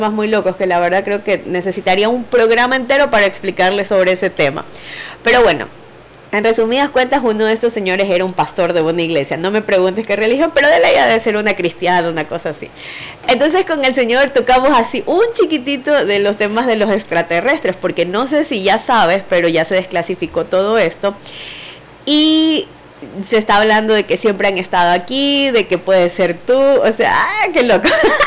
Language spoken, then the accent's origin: Spanish; Ecuador; ¿de dónde eres? Yo, de Ecuador.